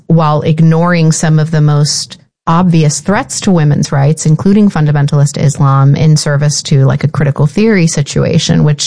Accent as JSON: {"language": "English", "region": "Ohio", "country": "United States", "said": "Before we break, though, I do want to ask if you've seen this news from my home state."}